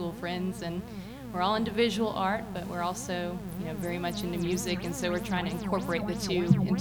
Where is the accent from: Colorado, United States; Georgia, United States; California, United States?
Georgia, United States; Griffin; Yeah, we're from Griffin, Georgia.